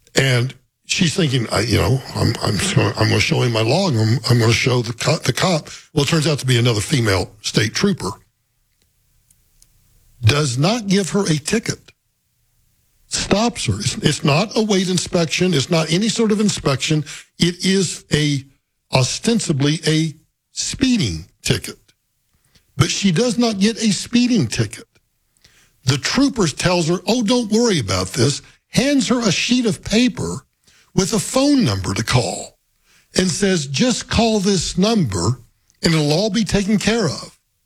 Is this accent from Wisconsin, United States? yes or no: no; Guymon, Oklahoma, United States; It involves, sadly to say, it involves my hometown in Guymon, Oklahoma.